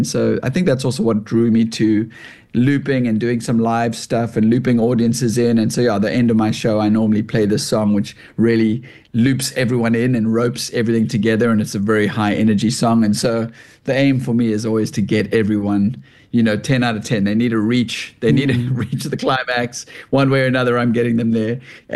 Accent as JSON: {"language": "English", "town": "Cape Town", "region": "Western Cape", "country": "South Africa", "said": "I'm from Cape Town, so we have, I suppose, as close to just epic landscapes here"}